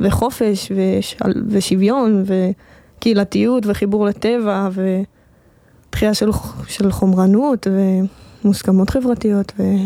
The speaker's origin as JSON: {"language": "Hebrew", "town": "Pardes Hanna-Karkur", "region": "Haifa District", "country": "Israel", "tie": "born or raised there", "also_born_or_lived": "Mitzpe Ramon", "moved": "yes", "said": "אני גדלתי בפרדס חנה כרכור, אחר כך עברתי למצפה רמון"}